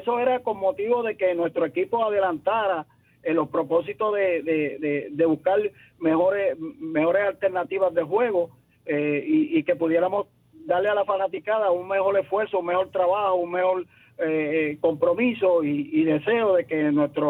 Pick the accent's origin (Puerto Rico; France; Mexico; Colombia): Puerto Rico; Comerío; con mi pueblo de Comerío